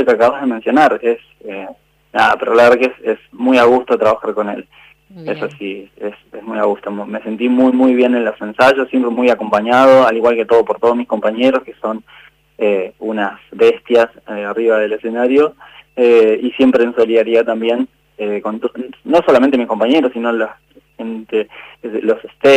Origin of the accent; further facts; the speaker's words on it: San Francisco, Córdoba, Argentina; moved away as an adult; now in Buenos Aires, Argentina; soy de San Francisco, Córdoba. Hace 16, 17 años que estoy acá en Buenos Aires. Uh-huh. Justamente por el teatro musical me vine.